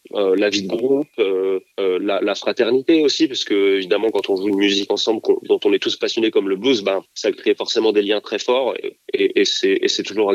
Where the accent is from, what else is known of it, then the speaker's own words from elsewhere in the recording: France; en tant que Français, faut chanter dans les règles avec le bon accent